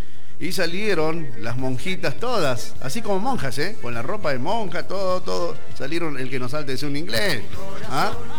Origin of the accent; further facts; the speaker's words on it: Argentina; Así estamos nosotros, así somos los argentinos.